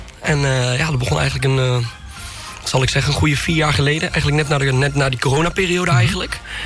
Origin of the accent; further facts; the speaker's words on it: Bergen op Zoom, North Brabant, Netherlands; Ik kom uit Berg op Zoom.